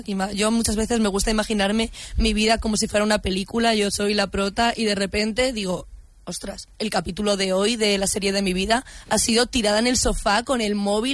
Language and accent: Spanish; Peñalver, Castilla-La Mancha, Spain; Yo soy de Peñalver